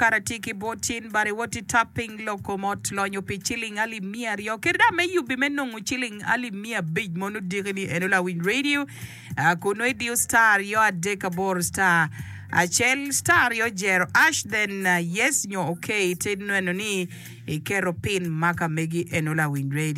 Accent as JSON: {"language": "English", "town": "Alero", "region": "Northern Region", "country": "Uganda", "said": "from Alero"}